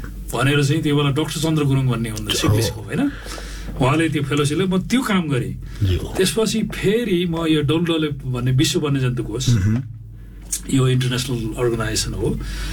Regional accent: Barakot, Gandaki Province, Nepal; म पनि गाउँमा बाख्रा हेर्न जान्थेँ, मेरो गाउँ चाहिँ बागलुङको चाहिँ बाराकोट भन्ने गाउँ हो

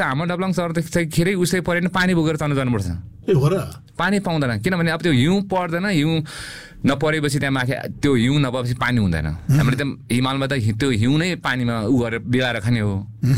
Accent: Dolakha district, Bagmati, Nepal; तर 2006 भन्दा अगाडि म गाउँमा रलबालिङ गाउँमै बसेँ. मेरो गाउँ चाहिँ रलबालिङ गाउँ, 4200 पर्छ एल्टिट्युडमा, दोलखा जिल्लामा पर्छ, दोलखा जिल्लामा पर्छ.

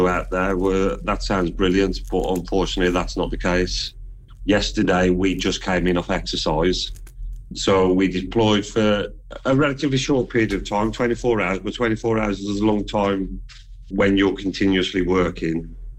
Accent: West Midlands, United Kingdom; So I am Black Country. I'm on the edge of Walsall and Wolverhampton, so just that bit where the M6 runs through the middle.

